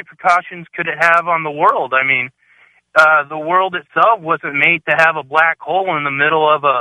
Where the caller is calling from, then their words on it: United States; I'm from the Tri-Cities.